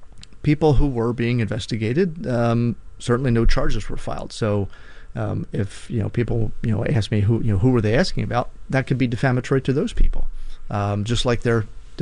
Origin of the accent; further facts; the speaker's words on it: Bucks County, Pennsylvania, United States; I am born and raised in Bucks County. I've never lived anywhere else